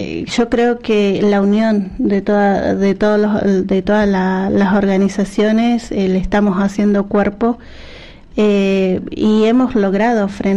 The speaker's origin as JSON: {"language": "Spanish", "region": "Neuquén", "country": "Argentina", "said": "somos la provincia de Neuquén"}